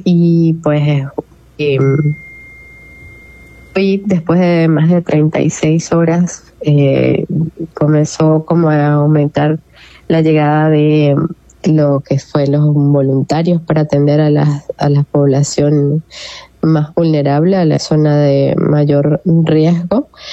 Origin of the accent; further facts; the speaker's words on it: Venezuela; como venezolanos, como ciudadanos